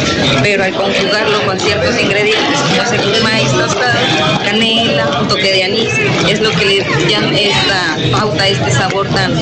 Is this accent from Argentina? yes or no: no; San Salvador el Verde, Puebla, Mexico; somos originarios de esta región, en particular de la parte de San Salvador el Verde